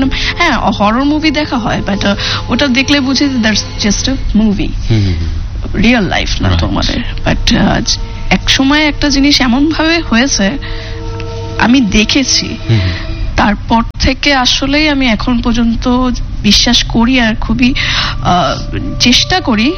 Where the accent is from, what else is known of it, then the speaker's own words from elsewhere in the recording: Dhaka, Dhaka Division, Bangladesh; আমার হচ্ছে আমার বাসা মিরপুরে, আমি ঢাকায় জন্ম, ঢাকায় থাকি, আমার নানু বাসাও ঢাকায়, আমরা সব ঢাকা স্থানীয়।